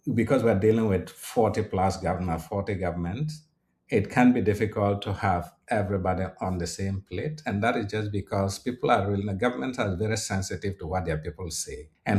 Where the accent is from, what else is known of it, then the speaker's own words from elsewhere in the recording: Ghana; I'm originally from Ghana. I don't get up from Ghana and go to Cameroon and do a survey or go to Nigeria and do a survey.